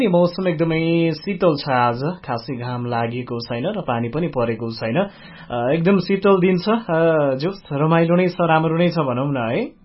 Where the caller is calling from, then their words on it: Bagmati, Nepal; हजुर काभ्रेबाट